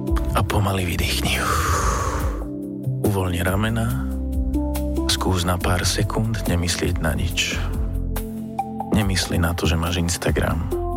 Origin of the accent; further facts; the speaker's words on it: Bratislava, Bratislava Region, Slovakia; accent: Bratislava; ja mám bratislavský prízvuk